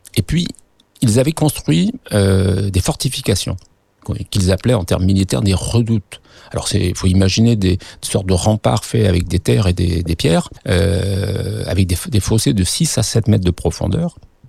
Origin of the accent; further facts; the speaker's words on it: Brittany, France; born there; je suis breton de naissance, et je suis toujours breton